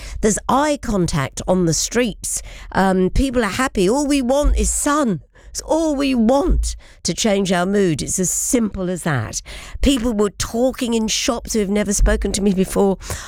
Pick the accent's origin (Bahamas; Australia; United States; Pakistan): Australia; moved away; I grew up in Australia